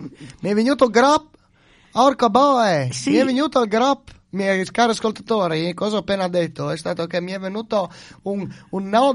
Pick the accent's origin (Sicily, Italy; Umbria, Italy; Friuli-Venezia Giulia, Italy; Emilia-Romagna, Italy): Friuli-Venezia Giulia, Italy; first language Friulian; Italian is a second language; io sono friulano, poi sono italiano. Io sono friulano, le mie radici sono nella mia terra, sono nel Friuli. Io sono Furlan e io sono contento di essere Furlan. Io sono friulano e sono contento di essere friulano.